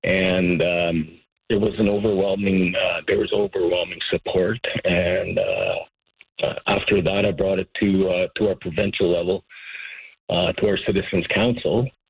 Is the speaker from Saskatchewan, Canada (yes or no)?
no; St. Paul, Alberta, Canada; moved away; That's my hometown. I grew up there. I still have family there.